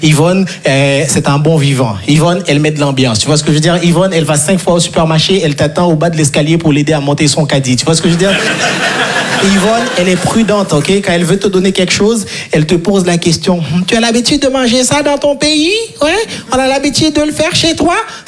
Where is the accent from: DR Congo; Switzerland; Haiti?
Haiti; Moi, je viens de Haïti. Est-ce que par applaudissement, tout le monde voit ce que c'est Haïti? Ok, très bien. Personne ne l'a confondu avec Tahiti.